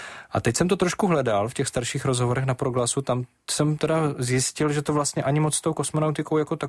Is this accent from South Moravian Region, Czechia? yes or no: yes; Brno, South Moravian Region, Czechia; jako Brňák